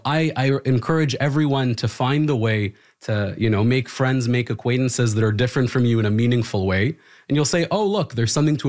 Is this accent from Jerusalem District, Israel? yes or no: no; Nazareth, Northern District, Israel; I was born in Israel, you know, I was born in Nazareth. I grew up for the first 6 years of my life surrounded by Arabs and Jews, Christians, Muslims, Baha'i, whatever.